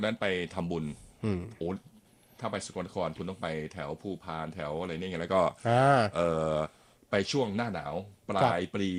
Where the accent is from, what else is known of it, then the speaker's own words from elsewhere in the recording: Isan, Thailand; เราอ่ะเป็นคนอีสาน